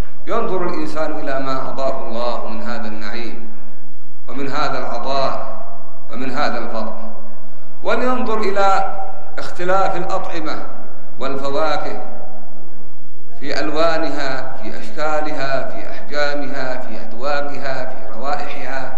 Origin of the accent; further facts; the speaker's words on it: Yemen; ما أدري عندنا في اليمن فقط أم في العالم بأسره